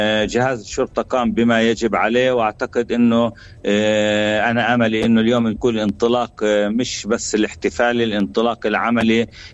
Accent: Palestine; احنا كفلسطينيين

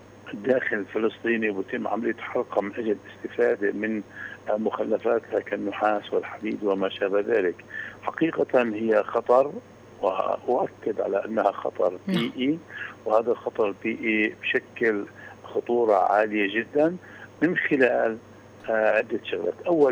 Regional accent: Palestine; كفلسطينيين

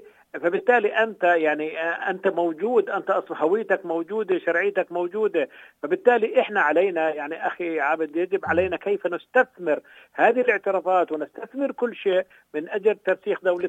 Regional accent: Palestine; احنا مطلوب منا كفلسطينيين

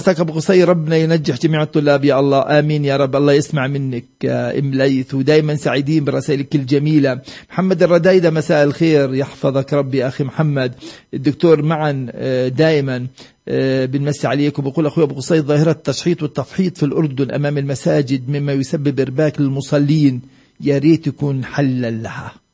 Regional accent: Palestine; كنا بنشعر إن ما يجري في الأردن هو يجري عندنا في فلسطين.

